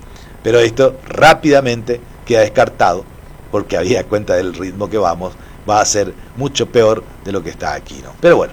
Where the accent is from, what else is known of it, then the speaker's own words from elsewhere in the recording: Argentina; como ciudadanos, como argentinos